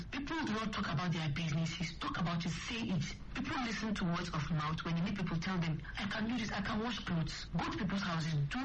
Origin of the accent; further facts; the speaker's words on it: Kaduna State, Nigeria; I'm from Nigeria, local, a small Nigeria, South Kaduna, one of the minorities. I'm Chawi by tribe.